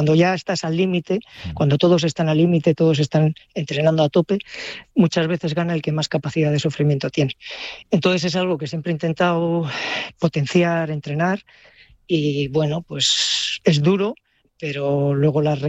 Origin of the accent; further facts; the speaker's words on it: Barruelo de Santullán, Castile and León, Spain; also born or lived in Aguilar de Campoo / Reinosa; yo soy de Barrulo de Santullán, pero nos desplazamos a otro pueblecito, a Aguilar de Campo, y ya de allí fui a Reynosa.